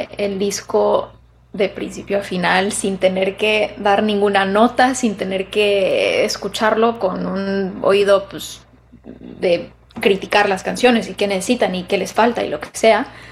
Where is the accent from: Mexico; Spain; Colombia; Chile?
Mexico; pero yo desde que me puedo acordar digo que soy de México, o sea, sí o sí